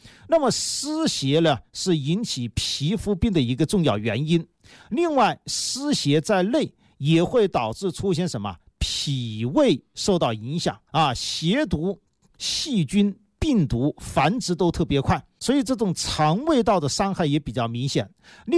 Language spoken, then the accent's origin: Chinese; Hubei, China; 我们湖北人